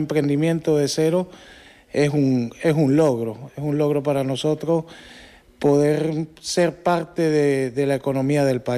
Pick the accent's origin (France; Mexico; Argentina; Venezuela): Venezuela; Cagua, Aragua; now in Maside, Spain; soy del estado de Aragua, de Cagua. Un saludo a mi gente de Cagua.